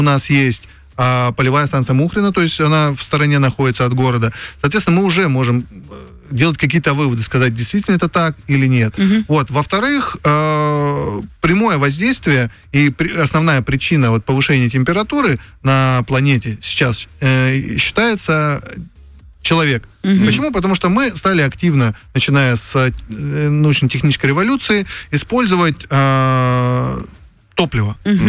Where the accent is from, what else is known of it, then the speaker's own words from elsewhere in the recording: Novoagansk, Khanty-Mansi Autonomous Okrug, Russia; also born or lived in Netherlands; мы в детстве в Новоганске, в Нижнеярском районе родился и жил.